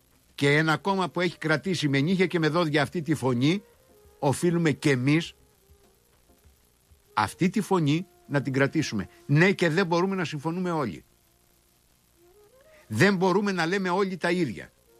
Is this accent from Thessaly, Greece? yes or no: no; Crete, Greece; μέχρι που ανακάλυψα ότι έρχονται γιαούρτια στην Αθήνα από το χωριό μου, από το οροπέδιο Λασιθίου.